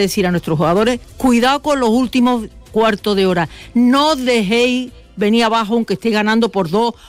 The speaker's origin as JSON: {"language": "Spanish", "town": "Málaga", "region": "Andalusia", "country": "Spain", "said": "yo soy de Málaga, pues yo quiero que gane España."}